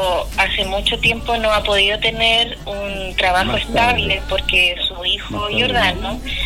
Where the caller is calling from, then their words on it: Laja, Biobío, Chile; yo soy de Laja